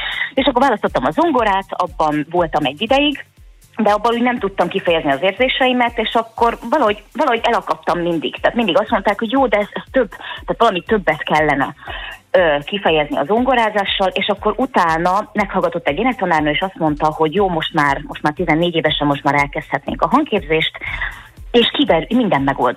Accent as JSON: {"language": "Hungarian", "town": "Szentes", "region": "Csongrád-Csanád", "country": "Hungary", "tie": "born or raised there", "said": "én szentesi születésű vagyok"}